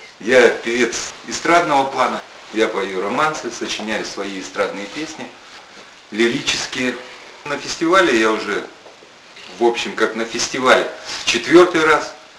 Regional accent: Sakhalin Oblast, Russia; now in Ufa, Russia; Я приехал с Сахалина. В солнечную Уфу.

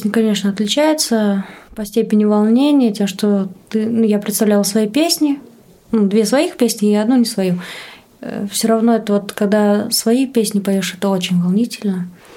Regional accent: Samara, Samara Oblast, Russia; я из Самары.

